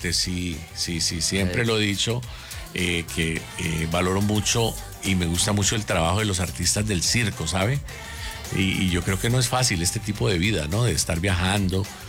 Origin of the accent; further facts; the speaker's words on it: Colombia; Esa es otra de las cosas que nos caracteriza como colombianos.